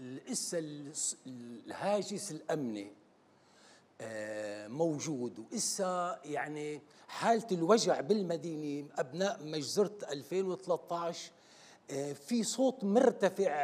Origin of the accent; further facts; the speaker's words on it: Syria; أنا ما عندي تعريف إلا كسوري